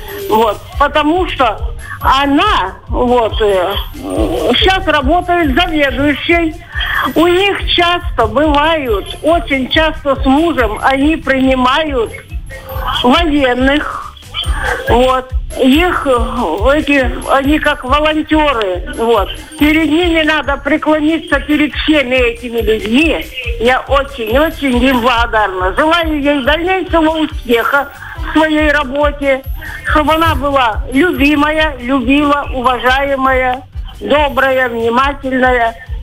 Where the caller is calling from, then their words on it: Poltavskaya, Krasnodar Krai, Russia; Я позвонила со станицы Полтавской.